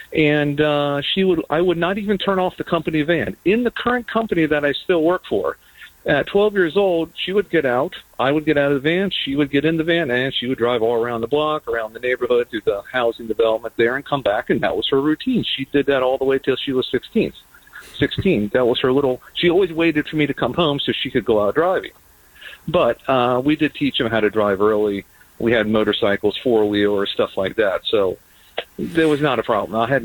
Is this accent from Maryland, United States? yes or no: yes; Maryland, United States; My sister and I had West Virginia driver's license, even though I grew up in Maryland.